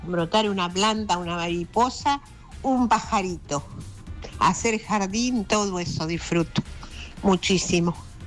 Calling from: Arauz, Argentina; de Arauz.

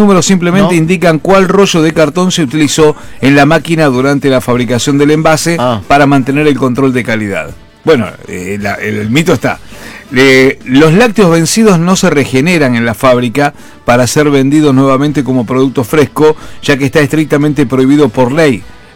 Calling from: Ayacucho, Peru; de Ayacucho. Pregunto para el doctor desde Ayacucho.

